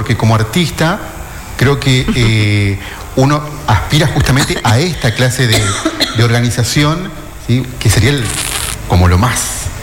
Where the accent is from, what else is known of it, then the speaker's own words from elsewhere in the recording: Rosario, Santa Fe, Argentina; now in Resistencia, Argentina; Yo soy de Rosario. Cuando me vine a vivir acá a Resistencia